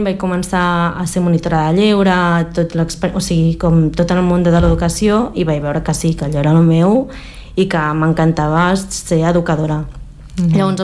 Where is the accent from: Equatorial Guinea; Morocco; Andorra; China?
China; Changsha, Hunan; Catalan is a second language; La diferència, sobretot, entre la, o sigui, el meu poble d'origen, que és Changsha, i la capital de Beijing.